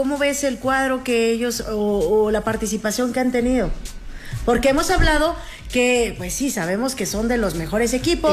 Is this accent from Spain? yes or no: no; Mexico; Como mexicanos y como aficionados nos emocionamos, ¿no?